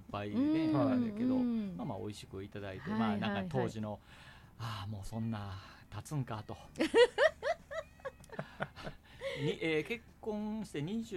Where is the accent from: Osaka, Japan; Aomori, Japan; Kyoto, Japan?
Kyoto, Japan; たまたま僕は京都の人間なんで、